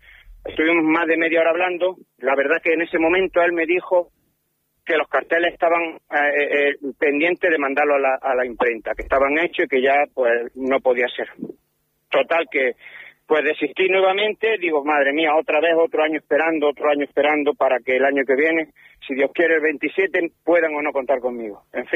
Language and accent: Spanish; Linares, Andalusia, Spain; tenemos conocidos en las proximidades de Linares, y bueno, somos de Linares.